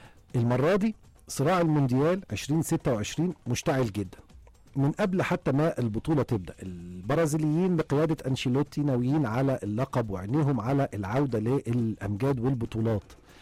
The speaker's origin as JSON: {"language": "Arabic", "country": "Egypt", "said": "احنا كمصريين وعشاق لكرة القدم"}